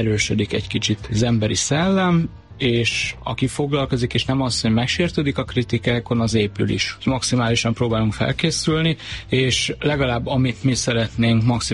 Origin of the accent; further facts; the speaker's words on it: Lake Balaton, Hungary; moved away as an adult; now in Budapest, Hungary; Balatonról jöttem, én 1,5 éve élek itt Budapesten